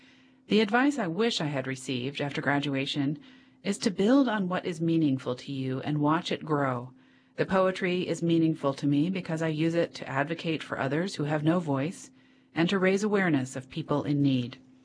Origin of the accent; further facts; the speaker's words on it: Tennessee, United States; I graduated collections in my home state of Tennessee. I decided to take a leap of faith and to do volunteer service in Minnesota with Jesuit Volunteer Corps.